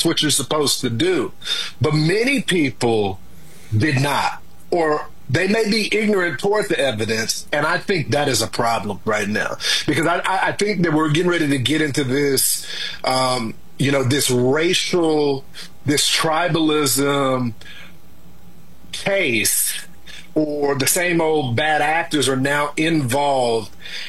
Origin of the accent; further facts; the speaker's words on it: Dallas, Texas, United States; I'm from Dallas